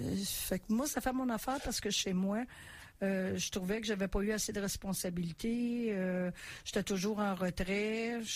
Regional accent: Montreal, Quebec, Canada; moved away as an adult; now in Quebec City, Canada; Je suis native de Montréal

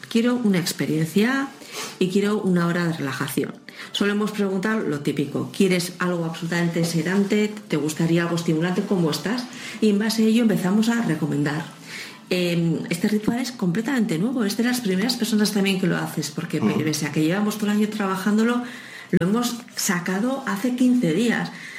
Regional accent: San Sebastián, Basque Country, Spain; nosotros somos de Donosti, somos de Urumea

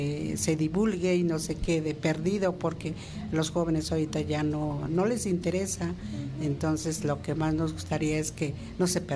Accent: Todos Santos Almolonga, Puebla, Mexico; now in Tepeji de Rodríguez, Mexico; vengo de Tepeji de Rodríguez. Y soy originaria del pueblo de Todos Santos Almolonga.

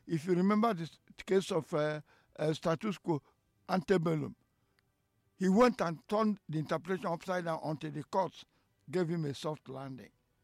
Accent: Nigeria; I'm a Nigerian and I want to be a Nigerian.

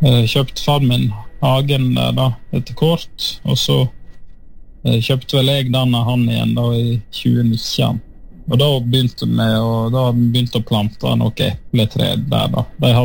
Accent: Leikanger, Vestland, Norway; also born or lived in Bergen; now in Skjolden, Norway; Kona med …, og jeg er fra Leikanger, da.

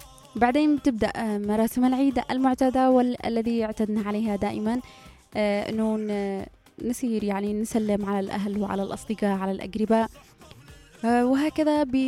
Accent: Yemen; في بلادنا، يعني عندنا في اليمن

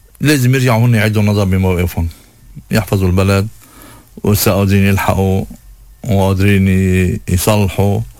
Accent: Lebanon; أنا كلبناني

